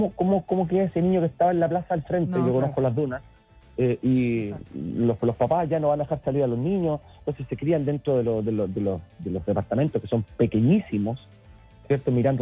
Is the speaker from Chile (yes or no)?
yes; Chile